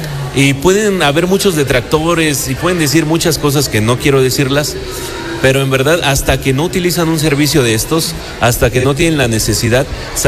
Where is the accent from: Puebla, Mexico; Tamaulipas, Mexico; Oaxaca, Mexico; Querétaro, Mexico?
Puebla, Mexico; Tlatlapanala; No, nosotros venimos de la Sierra Norte, un lugar que se llama Tlatlapanala. Ya nos quedamos aquí todo el año.